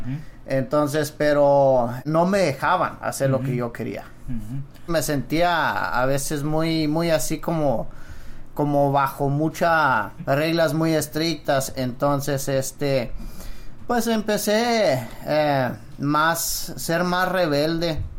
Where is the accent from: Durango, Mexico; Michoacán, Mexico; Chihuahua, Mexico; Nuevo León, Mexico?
Chihuahua, Mexico; Cuauhtémoc; Yo vengo de Cuauhtémoc, Chihuahua. Es una colonia menonita ahí. Uh-huh. Hay algunas colonias, pero lo que es más donde yo crecí es en Los Cienes.